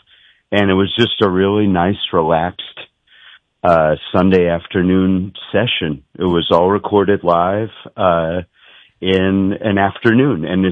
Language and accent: English; Boston, Massachusetts, United States; now in New York City, United States; I was born in New York, but then when I was about 4, my family moved to the Boston area.